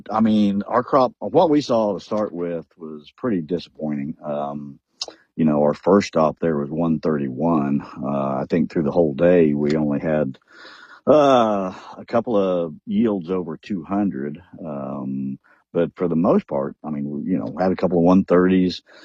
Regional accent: Illinois, United States; I'm from Illinois.

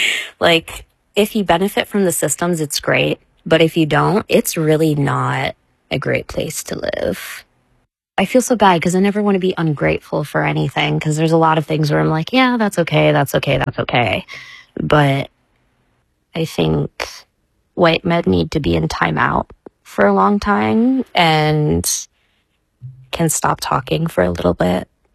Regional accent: United States

